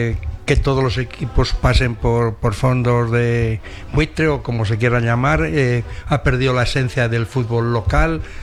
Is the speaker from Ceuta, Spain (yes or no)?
no; Burgos, Castile and León, Spain; con el Burgos, que es mi tierra.